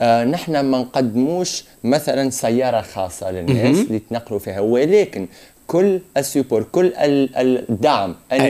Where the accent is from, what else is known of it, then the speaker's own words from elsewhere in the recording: Tunisia; now in Germany; أنا في هذه الصائفة عدت إلى بلدي وهو بلدي تونس